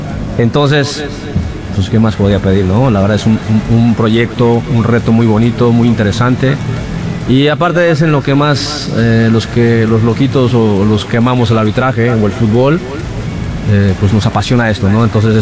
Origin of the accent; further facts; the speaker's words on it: Mexico; soy mexicano.